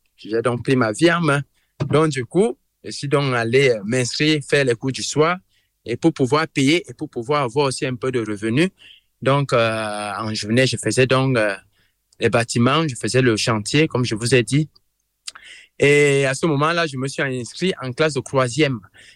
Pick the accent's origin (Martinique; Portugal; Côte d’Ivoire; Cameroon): Cameroon; moved away as an adult; also born or lived in Yaoundé; now in France; 1984, donc j'ai présentement 41 ans. Et je suis originaire du Cameroun